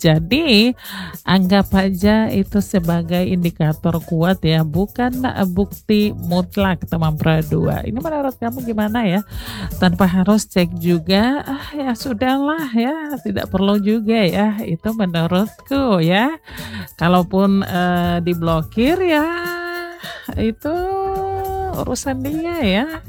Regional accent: Merauke, South Papua, Indonesia; Iya, kita orang Merauke bilang kalau dia seblokir ya sudah terserah dia, ngapain juga kita mau kepo-kepo ya.

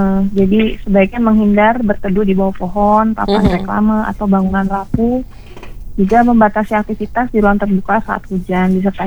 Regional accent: Jakarta, Indonesia; bagaimana bisa kami warga Jakarta itu bukan hanya apa memandang air sebagai fasilitas di dalam kota, tapi mereka juga bisa hidup bersama air.

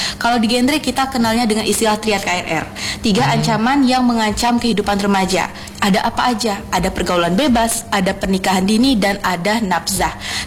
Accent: Jambi, Indonesia; aku dari Kabupaten Batanghari. Aku SMA di sana gitu, di SMA 3 Batanghari, kemudian ikut organisasi di Pick Air di sana

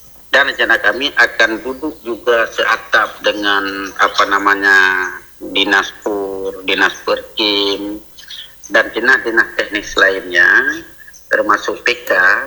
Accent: Aceh, Indonesia; kita Aceh

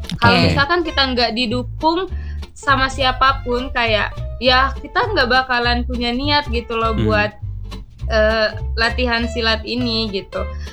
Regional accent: South Sumatra, Indonesia; moved away; also born or lived in Lampung; Aku awalnya dari Sumatera Selatan. Asalnya dari Sumatera Selatan. Nah, ngerantau ke Lampung itu sama nenek aku dan budi aku di sana.

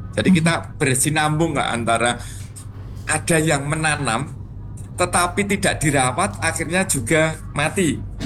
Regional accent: Java, Indonesia; banyak reklame-reklame yang kalau kita orang Jawa nuntut apa nunut mulio di pohon itu kan.

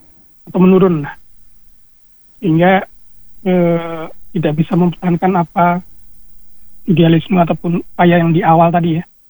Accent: Bali, Indonesia; di kampung saya di Bali

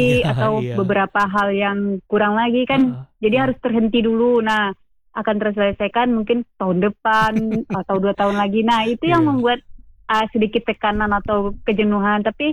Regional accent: Solo, Indonesia; now in Pariaman, Indonesia; Oh, kalau aslinya orang Kota Solo, cuma tinggalnya sekarang di Kota Pariaman.

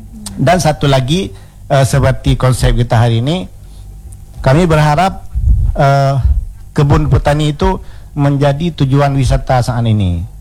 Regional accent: Aceh, Indonesia; orang kita Aceh

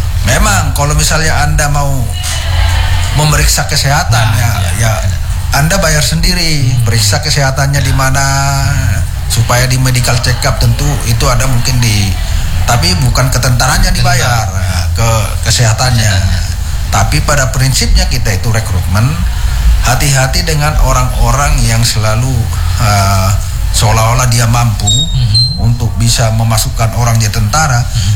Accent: Medan, North Sumatra, Indonesia; Tetapi memang seperti saya juga orang Medan.

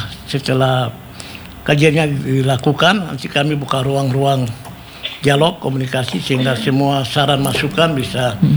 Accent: Yogyakarta, Special Region of Yogyakarta, Indonesia; Kalau kita lihat misalnya di kota-kota macam Jogja, saya dari Jogja.

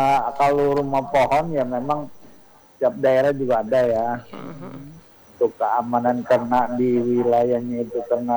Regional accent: West Java, Indonesia; Di daerah saya juga ada di Jawa Barat itu rumah panggung ada.

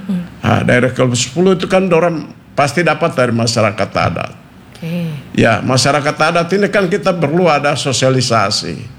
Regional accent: Sorong, Southwest Papua, Indonesia; Karena saya juga besar lahir di Sorong ini

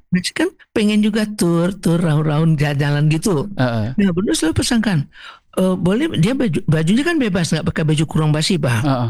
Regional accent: West Sumatra, Indonesia; Kalau kita Minang nggak pakai batik di bawah, pakai kain gitu dia.

